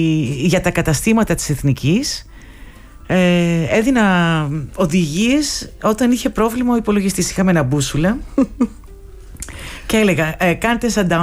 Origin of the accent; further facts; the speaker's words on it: Kalamata, Peloponnese, Greece; moved away as an adult; also born or lived in Rome / Mani; now in Athens, Greece; Έφυγα από την Καλαμάτα για σπουδές, πήγα στη Ρώμη, έγινα διερμηνέας.